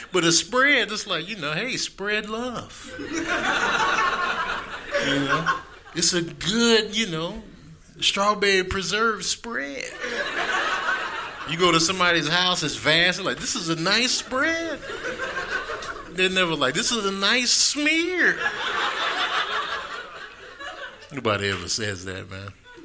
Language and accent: English; Chicago, Illinois, United States; born or raised there; now in California, United States